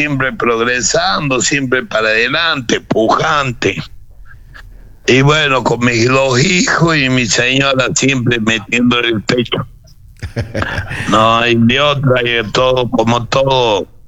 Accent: Córdoba, Argentina; moved away as an adult; now in Loja, Ecuador; Yo soy de Córdoba, capital.

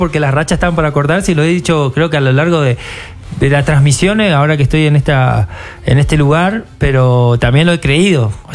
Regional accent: Argentina

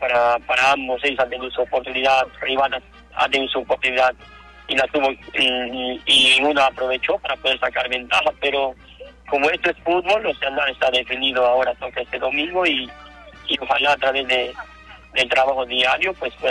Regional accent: Rioja, San Martín, Peru; como nosotros, como riojanos

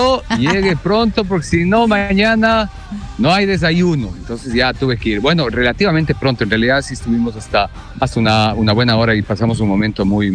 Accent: Cuenca, Azuay, Ecuador; somos de Cuenca

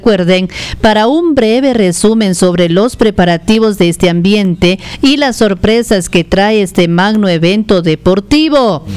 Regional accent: Ecuador; porque somos ecuatorianos

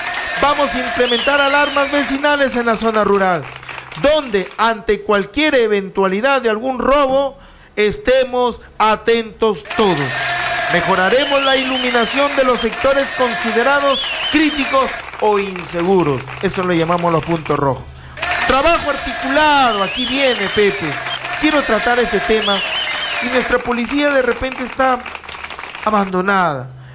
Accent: Tucumé, Lambayeque, Peru; Aquí tienes a … un profesional de aquí, de mi pueblo, de Tucumé, del caserío La Pintada. Vivo en todo el corazón de mi caserío La Pintada.

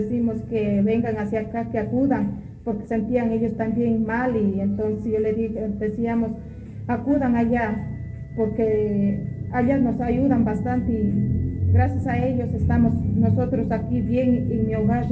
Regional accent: El Descanso, Cajamarca, Peru; Cajamarca.

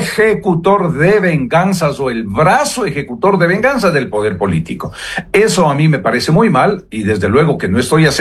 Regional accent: Ecuador; no solamente como abogado, sino como ecuatoriano, como el ecuatoriano de la calle

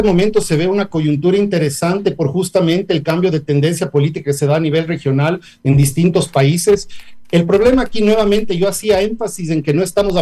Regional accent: Ecuador

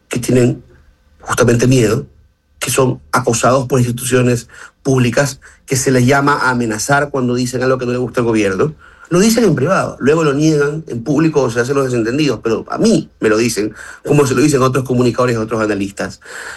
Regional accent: Ecuador

